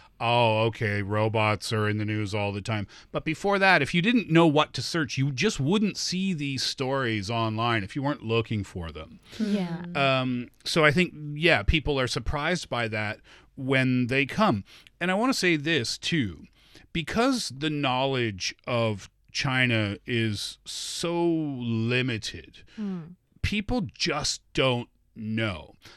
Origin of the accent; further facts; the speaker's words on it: Canada; Yeah, well, but listen, I'm from Canada. People think we live in igloos 12 months a year.